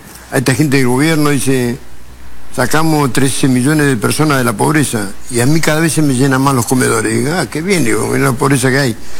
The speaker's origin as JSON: {"language": "Spanish", "town": "Caleta Olivia", "region": "Santa Cruz", "country": "Argentina", "tie": "born or raised there", "said": "Ahora mandé un camión cargado a mi pueblo, que es Caleta Olivia, porque también se necesita, porque tuve la semana pasada ahí"}